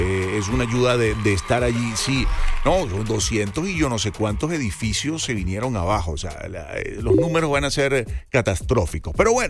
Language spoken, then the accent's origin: Spanish; Venezuela; now in Monterrey, Mexico; les mando un gran abrazo a todo aquel que tiene algún familiar pasando por una situación complicada en mi país, Venezuela. Recibo un saludo cordial, cálido, de parte de este servidor en Monterrey